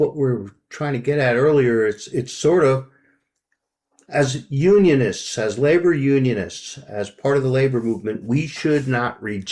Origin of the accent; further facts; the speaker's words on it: New York, United States; I grew up in New York